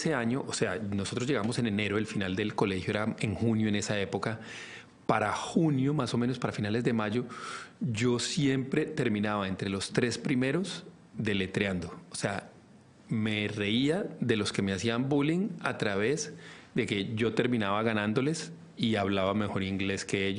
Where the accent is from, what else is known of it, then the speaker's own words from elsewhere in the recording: Colombia; born there; Yo nací en Colombia, mi mamá se muda para Estados Unidos y nos quedamos nosotros en Colombia. En ese momento ya ahí dejé de creer en Dios.